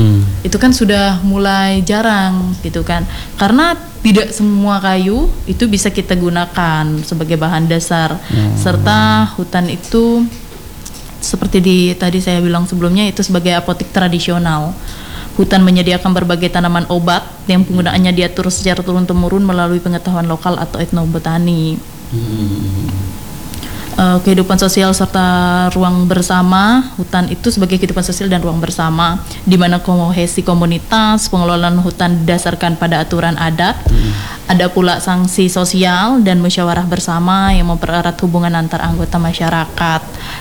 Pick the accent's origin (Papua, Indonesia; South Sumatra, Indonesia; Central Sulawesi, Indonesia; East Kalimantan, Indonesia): East Kalimantan, Indonesia; meskipun kita Dayak Benua ataupun Dayak Tunjung, kita lebih banyak menggunakan bahasa Indonesia untuk keseharian, jarang menggunakan bahasa daerah.